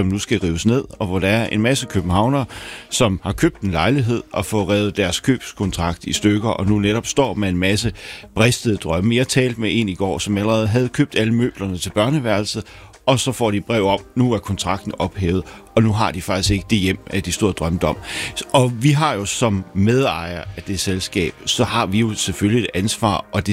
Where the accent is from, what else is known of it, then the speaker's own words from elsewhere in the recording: Copenhagen, Capital Region of Denmark, Denmark; som københavner.